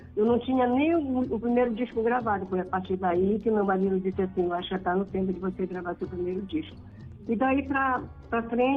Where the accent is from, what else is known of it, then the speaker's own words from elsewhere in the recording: Amapá, Brazil; sou daqui do Amapá.